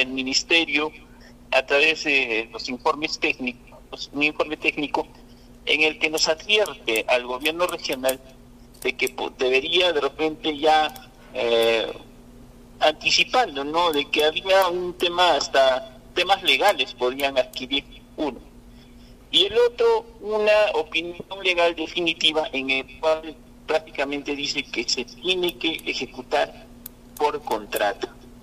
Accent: Chalhuahuacho, Apurímac, Peru; para que nuestros hermanos puedan gozar de estos servicios y puedan vivir dignamente como peruanos y como buenos chalhuachinos.

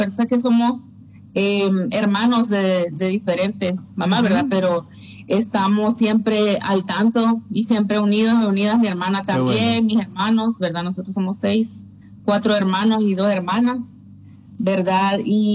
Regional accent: Nicaragua; born there; Con mi mamá, pues, fuimos exiliadas y yo nací en Nicaragua en el 85.

